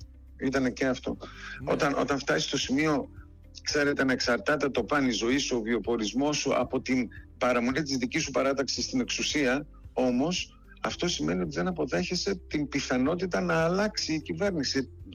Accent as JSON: {"language": "Greek", "town": "Doxato", "region": "Eastern Macedonia and Thrace", "country": "Greece", "moved": "yes", "lives_now": "Athens, Greece", "said": "μιλάω στην πατρίδα μου. Εγώ είμαι από το Δοξάτο της Δράμας."}